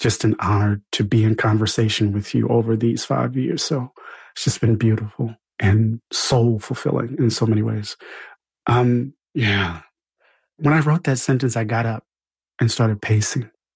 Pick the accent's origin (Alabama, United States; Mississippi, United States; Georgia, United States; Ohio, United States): Mississippi, United States; I'm from Mississippi. Jimmy had to make his way to Mississippi.